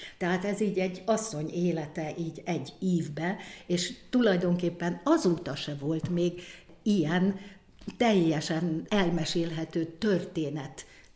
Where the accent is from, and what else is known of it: Hungary